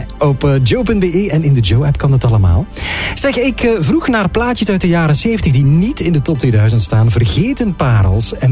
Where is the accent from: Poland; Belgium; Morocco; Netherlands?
Belgium; Ghent, East Flanders; Ja, mijn Antwerps is niet zo goed. Ik ben een Gentenaar, ik weet het.